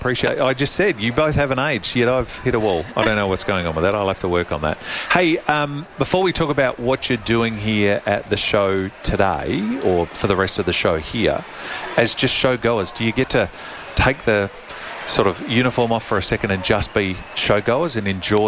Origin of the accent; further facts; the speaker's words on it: South Australia, Australia; I'm from Spud country down in the south.